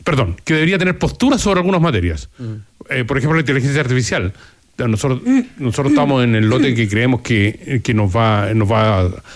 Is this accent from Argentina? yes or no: no; Chile; Vengo de Chile, un país pequeño, ¿no?